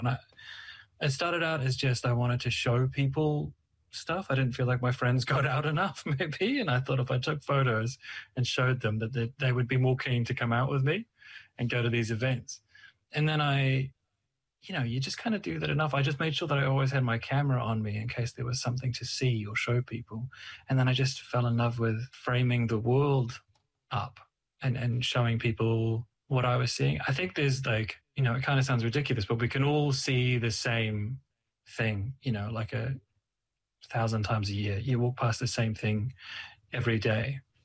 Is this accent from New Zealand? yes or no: yes; Porirua, Wellington, New Zealand; I grew up in Porirua